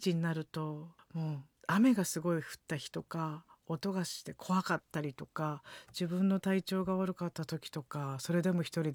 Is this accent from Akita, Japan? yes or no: no; Saitama, Japan; born there; 私4姉妹なんですね、で、埼玉県で生まれて、